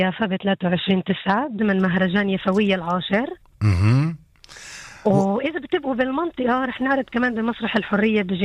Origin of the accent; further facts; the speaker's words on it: Palestine; إحنا كرقصات عربيات فلسطينيات